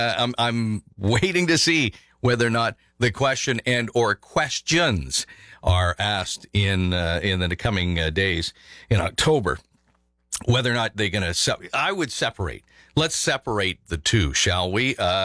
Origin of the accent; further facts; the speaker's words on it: Alberta, Canada; Okay, so I'm from Alberta, and they say, and I say, nah, I want to stay part of Canada.